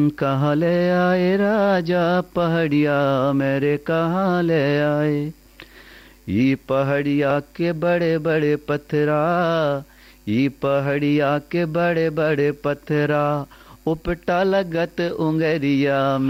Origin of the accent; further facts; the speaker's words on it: Pahra, Madhya Pradesh, India; के बुंदेलखंड के छतरपुर डिस्ट्रिक्ट का रहने वाला हूँ। मेरे गांव का नाम है पहरा।